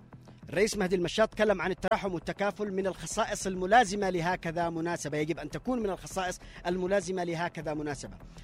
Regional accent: Yemen; حياتنا كمؤمنين كيمنيين

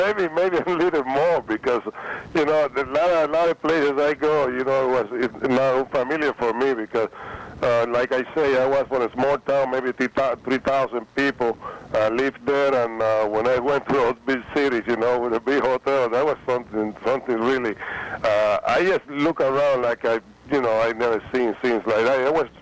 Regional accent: Cuba; was from a small town down in Cuba. We used to listen to the Winter League in Cuba on radio because we are far from Havana. We don't have professional baseball where I was raising up.

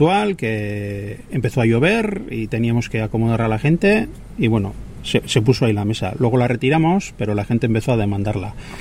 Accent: Segura, Basque Country, Spain; yo soy de Segura, vivo en Segura, así que vivo mirando hacia Cerain

